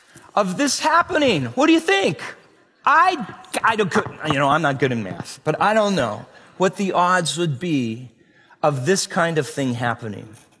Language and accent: English; Medford, Oregon, United States; now in Prescott, United States; Okay, I grew up in Southern Oregon, in Medford, Oregon.